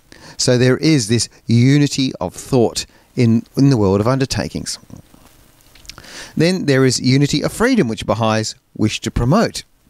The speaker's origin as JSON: {"language": "English", "country": "Australia", "said": "we are all Australian and we all are proud of our country and would die for our country"}